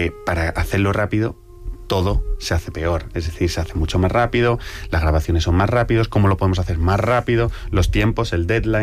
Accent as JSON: {"language": "Spanish", "country": "Italy", "said": "que me voy hacia el italiano, porque también soy italiano."}